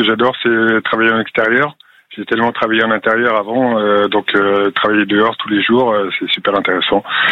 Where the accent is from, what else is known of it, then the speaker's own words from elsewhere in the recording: Plouezec, Brittany, France; moved away as an adult; Moi, je suis originaire de Plouezec. J'ai virevolté de gauche et de droite pendant quelques années. Puis, je suis revenu ici auprès de mes parents il y a une quinzaine d'années.